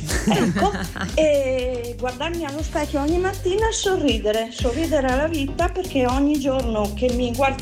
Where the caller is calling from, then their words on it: Vicenza, Veneto, Italy; vengo da Vicenza.